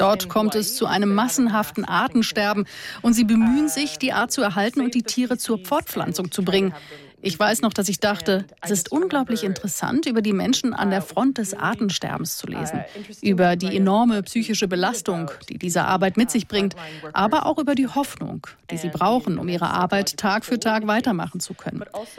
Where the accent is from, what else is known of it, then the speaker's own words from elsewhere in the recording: Ukraine; Immer wieder sind mir als Ukrainerin im Westen diese stereotypen Vorstellungen darüber begegnet, wie ich aussehen sollte als ukrainische Frau oder wie ich mich verhalten sollte.